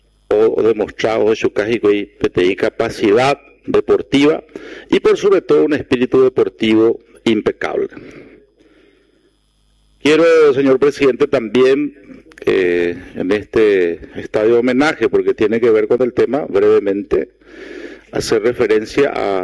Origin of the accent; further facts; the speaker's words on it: Paraguay; nosotros, como paraguayos y como nación